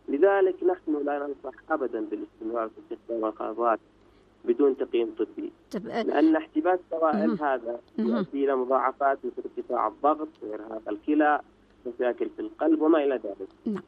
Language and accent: Arabic; Yemen; وعندنا في اليمن غالباً السبب يكون وقات قد يكون له سبب كبير.